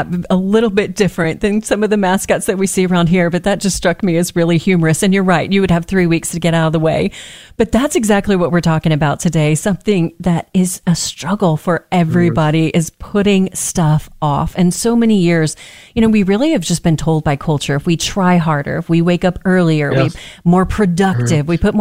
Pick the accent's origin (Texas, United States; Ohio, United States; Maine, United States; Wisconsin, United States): Texas, United States; and I'm from Texas, so you know that comes from with a certain mindset and attitude.